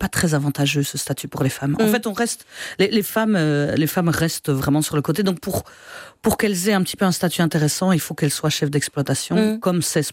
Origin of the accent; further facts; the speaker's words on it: Luxembourg, Belgium; on part de la province du Luxembourg, je fais des études à Louvain-la-Neuve, faut que j'enlève mon accent.